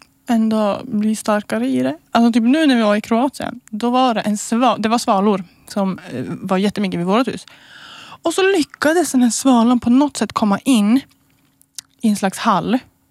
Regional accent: Kvikkjokk, Norrbotten County, Sweden; det är som när man är hemma i Kvikkjokk

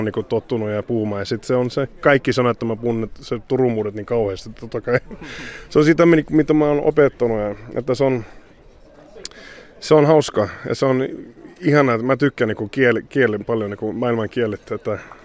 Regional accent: Sweden; mä oon syntynyt Ruotsissa, mä kilpailen Ruotsissa.

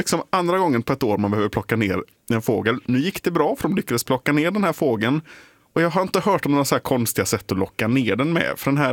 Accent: Gothenburg, Västra Götaland County, Sweden; Det är samma område där jag är född och uppväxt faktiskt, just Kortedala.

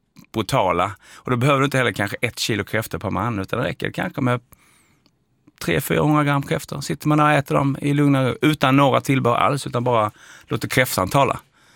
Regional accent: Skåne, Sweden; born there; Men jag är nästan uppvuxen på Österlen kan man säga, stor del av mitt liv.

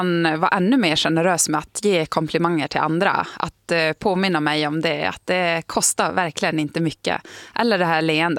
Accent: Tärendö, Norrbotten County, Sweden; Men däremot när jag bodde hemma i Tärendö, så då hälsar man ju på alla. Det var en mindre by, så oavsett om man kände igen bilen direkt så höjde man ju handen och möttes med ett leende.

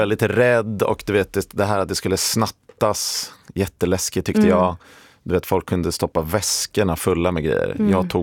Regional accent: Stockholm, Stockholm County, Sweden; det som fanns i Stockholm då, där jag är uppvuxen

